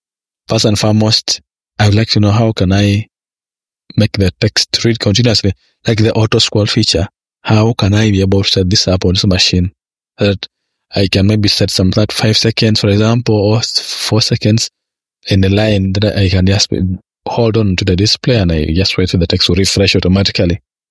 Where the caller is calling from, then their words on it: Uganda; I am from Uganda